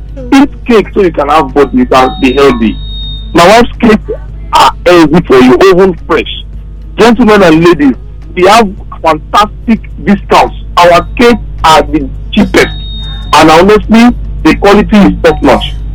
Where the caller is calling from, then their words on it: Lagos, Nigeria; I'm calling you from Lagos.